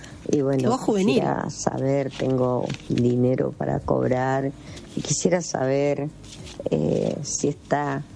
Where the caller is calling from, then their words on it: Buenos Aires, Argentina; soy de Buenos Aires. Nací el 24 del 5 del 54.